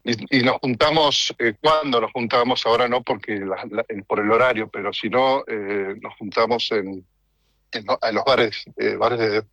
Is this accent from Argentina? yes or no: yes; Argentina; moved away as an adult; now in Netherlands; la nostalgia de estar en mi país